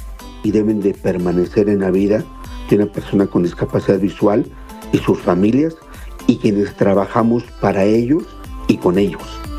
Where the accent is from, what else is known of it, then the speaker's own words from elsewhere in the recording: Oaxaca, Mexico; qué orgullo saberlo como oaxaqueños